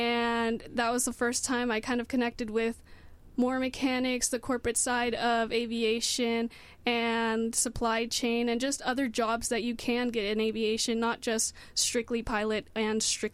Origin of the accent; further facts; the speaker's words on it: Houston, Texas, United States; Yes, so I'm from Houston, Texas.